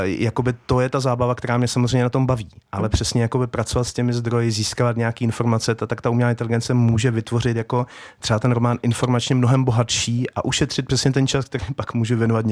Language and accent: Czech; Moravian-Silesian Region, Czechia; jak se říká u nás na Bruntásku, strašnou čočku